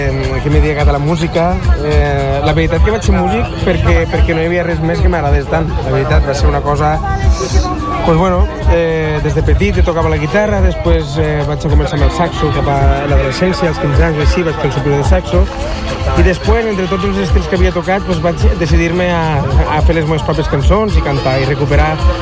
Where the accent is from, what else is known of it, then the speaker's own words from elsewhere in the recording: Camarles, Catalonia, Spain; sóc un romàntic de les Terres de l'Ebre, sóc de Camarres, un poble molt petit d'allà